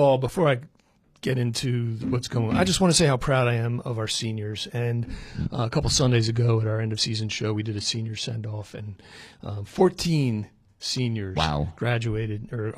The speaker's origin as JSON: {"language": "English", "town": "Philadelphia", "region": "Pennsylvania", "country": "United States", "tie": "born or raised there", "moved": "as an adult", "lives_now": "Chapel Hill, United States", "said": "I grew up in Philly."}